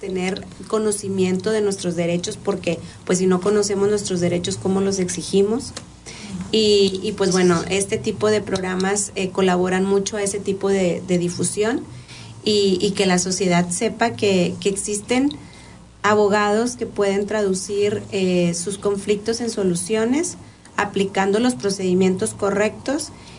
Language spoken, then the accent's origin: Spanish; Sabinas, Coahuila, Mexico; Yo soy originaria de Sabinas, no vengo de Nuevo León, soy originaria de Sabinas, Coahuila.